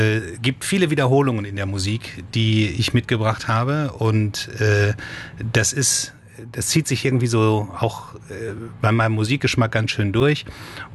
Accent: Hagen, North Rhine-Westphalia, Germany; Aber was jetzt kommt, ist eine Band aus meiner Heimatstadt Hagen.

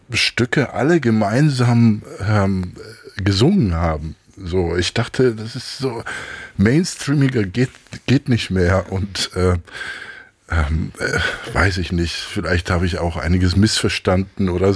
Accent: Cyprus; first language Greek; German is a second language; moved away; ich bin ja auf Zypern geboren, entsprechend und aufgewachsen. So entsprechend bin ich quasi mit Griechisch aufgewachsen. Besser gesagt zypriotisch. Das ist nochmal so ein Dialekt.

